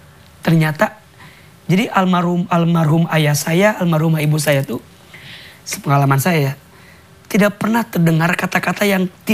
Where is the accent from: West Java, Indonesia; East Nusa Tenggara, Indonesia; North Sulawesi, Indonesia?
West Java, Indonesia; Garut; Ah saya bilang gak mungkin mah kita orang kampung, orang desa. Kan saya dari Garut ya. Dari Garut ke Jakarta kan jauh waktu itu.